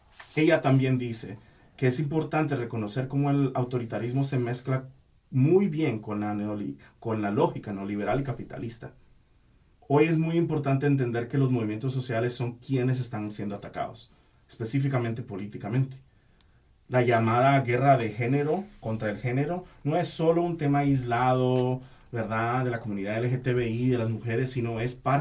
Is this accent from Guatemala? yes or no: yes; Guatemala; Porque yo soy guatemalteco y mi familia tiene muchas opiniones sobre Bukele